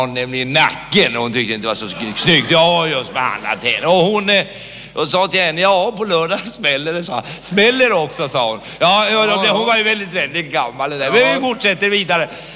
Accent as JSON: {"language": "Swedish", "region": "Istanbul", "country": "Turkey", "said": "jag är utländsk läkare. Ett utav dem från Turkiet, i alla fall. Jag är från Istanbul, om du känner det staden."}